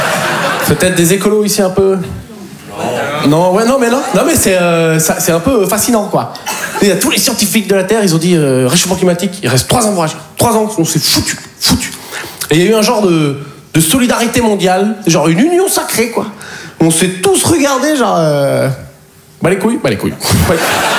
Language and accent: French; Poitiers, Nouvelle-Aquitaine, France